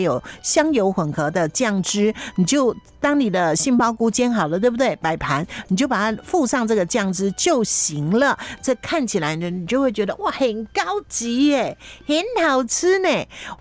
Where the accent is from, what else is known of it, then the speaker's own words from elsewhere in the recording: Taiwan; 我就要把我台湾人的口味葱姜蒜先爆香